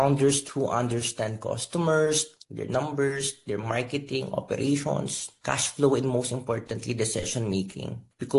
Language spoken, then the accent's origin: English; Philippines